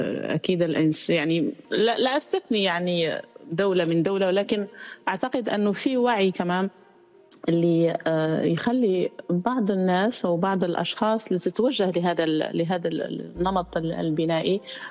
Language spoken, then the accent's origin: Arabic; Algeria; مثلا عندنا في الجزائر في المناطق الصحراوية في هناك قوانين خاصة للبناء في المناطق الصحراوية